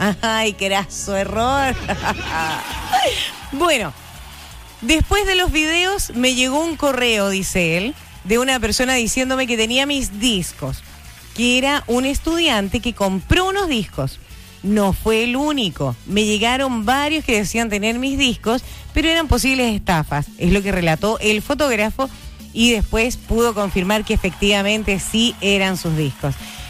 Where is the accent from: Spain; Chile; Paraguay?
Chile; Oye, somos todos chilenos, por supuesto.